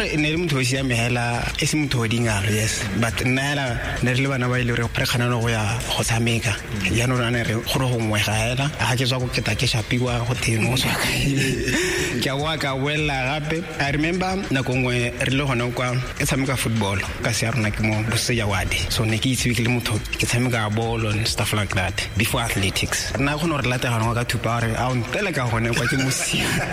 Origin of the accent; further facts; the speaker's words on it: Maun, Botswana; I grew up in Mau. Ke motho ko Mau, ke tswa Mau